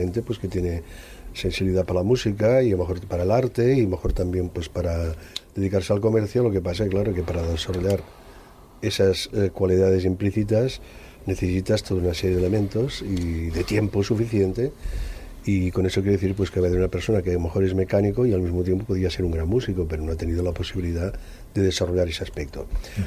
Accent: Aragon, Spain; digamos que soy maño.

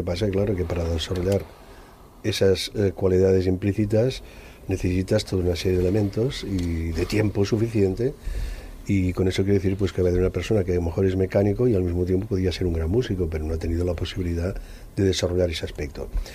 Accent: Aragon, Spain; Digamos que soy maño.

